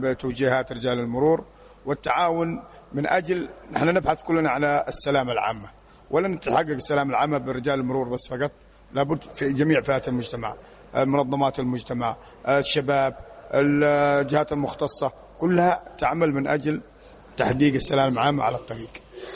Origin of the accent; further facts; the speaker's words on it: Hadhramaut, Yemen; عندنا في حضرموت